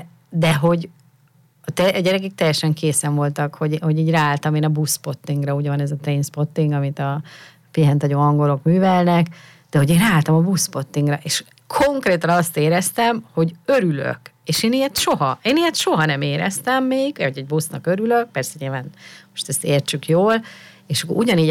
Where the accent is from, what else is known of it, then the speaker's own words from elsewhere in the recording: Miskolc, Borsod-Abaúj-Zemplén, Hungary; Tehát én Miskolcról származom, ugye Észak-Kelet-Magyarország, nagyon pici hely